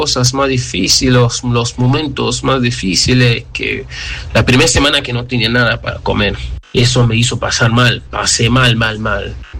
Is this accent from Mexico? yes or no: no; Sierra Leone; now in Rosario, Argentina; soy de Sierra Leona. Llegué a Argentina hace 4 años ahora, desde 2022 que llegué. Y bueno, desde ese año estoy viviendo acá